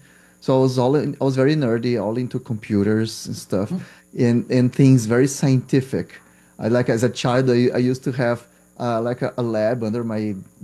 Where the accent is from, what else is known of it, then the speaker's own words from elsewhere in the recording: Brazil; because I'm from Brazil, and Brazil medical school is undergrad